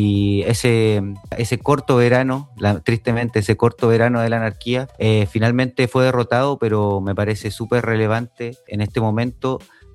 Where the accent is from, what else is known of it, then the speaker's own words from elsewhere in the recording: Chile; porque no podemos permitir que una gran victoria que como chilenos no tuvimos, se quede en el olvido.